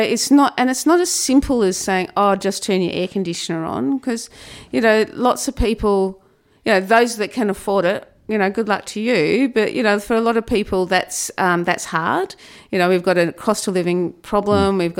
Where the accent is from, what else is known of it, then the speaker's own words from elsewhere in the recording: Broken Hill, New South Wales, Australia; you know, I grew up in Broken Hill. We're kind of bred tough up there when it comes to heat.